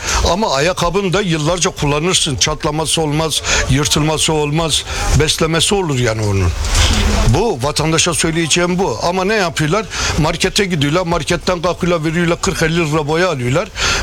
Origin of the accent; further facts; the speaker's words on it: Ağrı, Ağrı Province, Turkey; also born or lived in Ankara; now in Aydın, Turkey; Benim aslen memleketim Ağrı. Ağrı'dan Ankara'ya geldik, Ankara'dan da buraya geldik. 77'den beri buradayız.